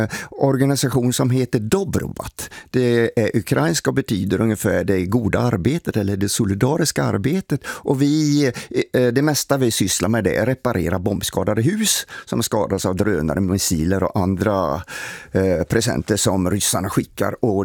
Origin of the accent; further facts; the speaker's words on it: Sweden; och sa att jag är en svensk man som jag vill komma ner och delta i ert arbete.